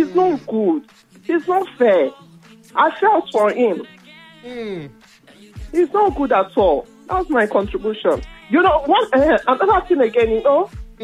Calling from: Shasha, Lagos, Nigeria; I'm calling from Shasha.

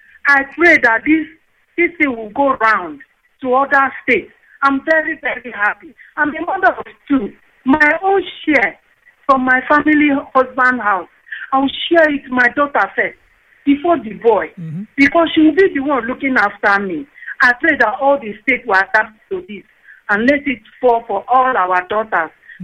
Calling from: Akwa Ibom, Nigeria; I'm from Akwa Ibom.

